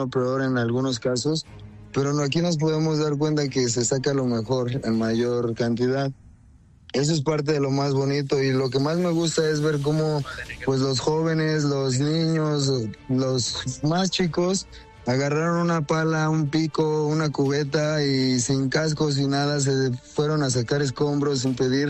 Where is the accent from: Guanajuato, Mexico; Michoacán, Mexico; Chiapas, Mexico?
Michoacán, Mexico; San José de Gracia; Yo soy de San José de Gracia, Michoacán.